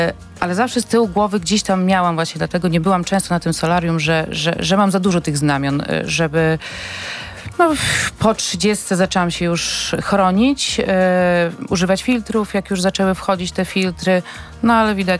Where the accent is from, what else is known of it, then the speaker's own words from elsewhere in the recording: Augustów, Podlaskie Voivodeship, Poland; jestem z Augustowa.